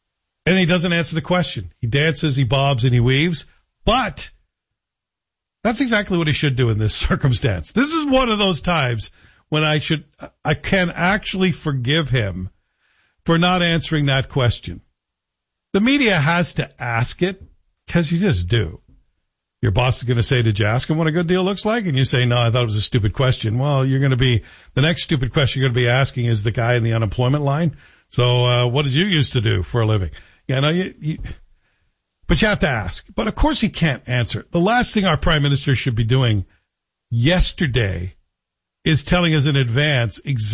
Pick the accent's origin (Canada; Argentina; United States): Canada; as a Canadian